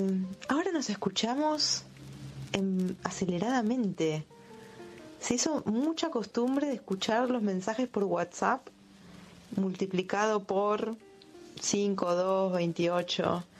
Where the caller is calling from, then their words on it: Buenos Aires, Argentina; de Floresta, saludando por aquí.